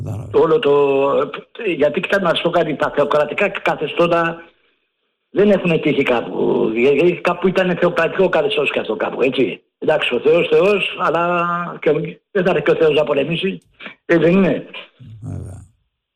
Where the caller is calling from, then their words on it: Athens, Attica, Greece; από Πατήσια.